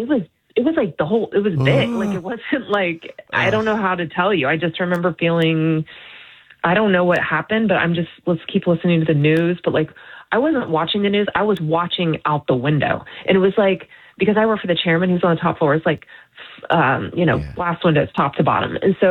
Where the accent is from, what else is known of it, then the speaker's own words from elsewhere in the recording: Houston, Texas, United States; I'm from Houston, I'm barely 23 years old.